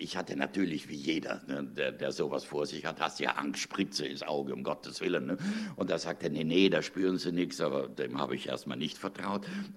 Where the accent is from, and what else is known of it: Trentino-Alto Adige, Italy